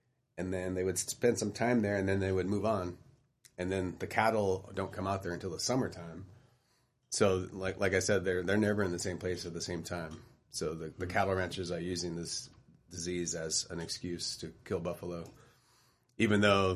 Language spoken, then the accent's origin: English; San Joaquin Valley, California, United States; I grew up in the San Joaquin Valley